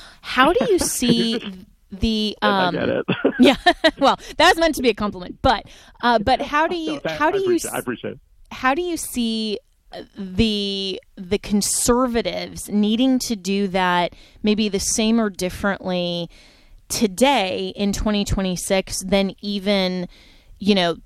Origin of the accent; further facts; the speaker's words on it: Florida, United States; the two who are up for my home state of Florida for the gubernatorial race.